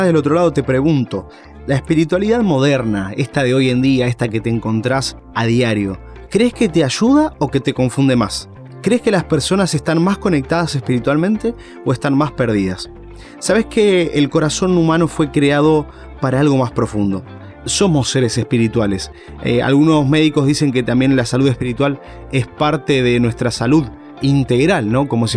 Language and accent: Spanish; Rosario, Santa Fe, Argentina; born there; Y yo soy de la República de Rosario